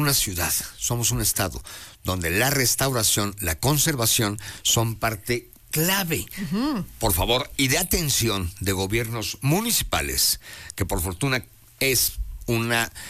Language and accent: Spanish; Puebla, Mexico; nuestras fronteras como poblanos